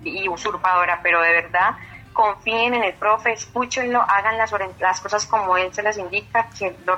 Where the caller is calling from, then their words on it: Turbo, Antioquia, Colombia; Turbo Antioquia.